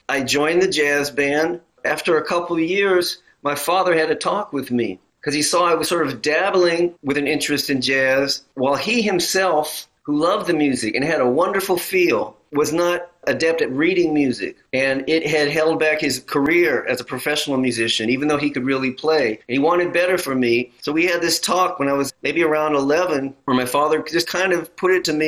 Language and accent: English; New York City, New York, United States; it motivated my moving back to my hometown of New York City when I was 19 in the spring of 1982.